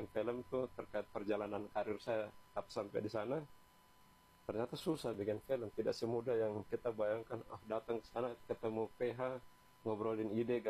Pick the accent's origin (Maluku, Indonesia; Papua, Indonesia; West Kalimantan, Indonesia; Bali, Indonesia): Papua, Indonesia; Jayapura; born there; Jadi 2008 kami bertiga itu rata-rata anak besar yang lahir besar di Jayapura, ada yang di Wamena juga.